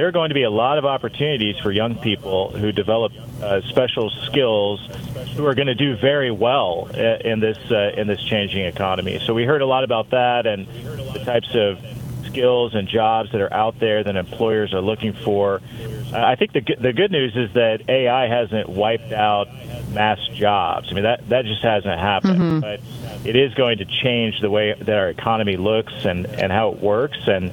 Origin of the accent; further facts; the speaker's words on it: Columbia City, Indiana, United States; And I think about my hometown, Columbia City, and the types of businesses that we're attracting.